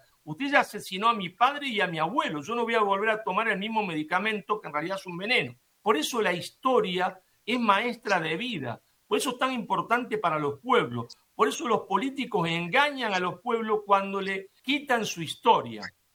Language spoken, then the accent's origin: Spanish; Rosario, Santa Fe, Argentina; La saludo desde mi ciudad natal de Rosario, en Argentina, del otro lado del Océano Atlántico.